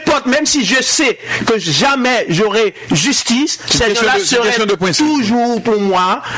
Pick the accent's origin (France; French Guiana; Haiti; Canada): Haiti; Alors que je suis haïtien, je suis conscient.